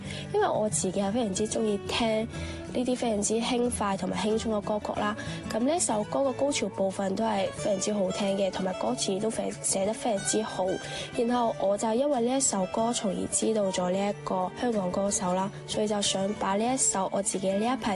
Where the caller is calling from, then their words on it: Macau; 我是来自澳门的